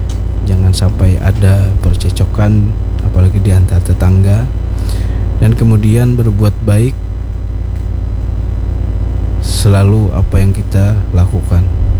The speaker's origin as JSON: {"language": "Indonesian", "town": "Banjarmasin", "region": "South Kalimantan", "country": "Indonesia", "said": "kita syukuri sebagai warga Banjarmasin, beribadah nyaman."}